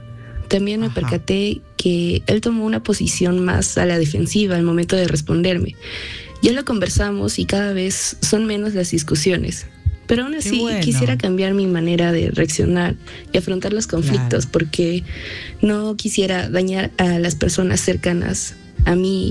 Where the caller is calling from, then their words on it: Arequipa, Peru; de Arequipa